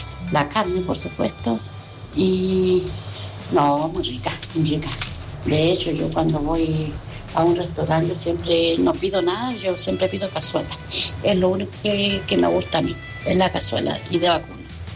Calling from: Chile; Y como buena chilena

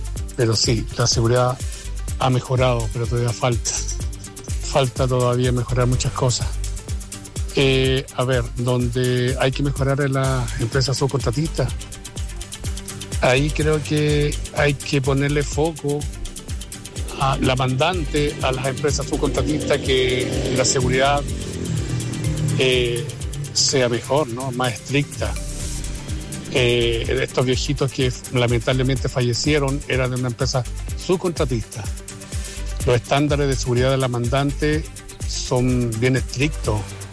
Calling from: Copiapó, Atacama, Chile; Soy de Corte de Copiapó.

